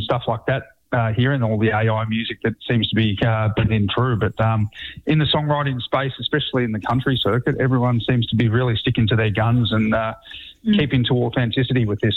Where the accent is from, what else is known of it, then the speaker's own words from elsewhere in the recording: New South Wales, Australia; now in Queensland, Australia; I grew up in New South Wales. So I live in Queensland now, so it's all right.